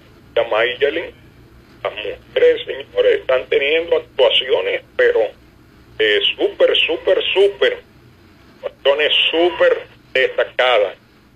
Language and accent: Spanish; Dominican Republic; realmente tenemos que sentirnos orgullosos de compartir la nacionalidad dominicana